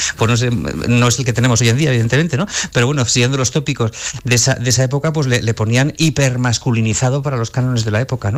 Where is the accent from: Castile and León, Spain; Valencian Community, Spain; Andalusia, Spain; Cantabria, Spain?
Castile and León, Spain; Burgos; yo soy de Burgos, yo nací en Burgos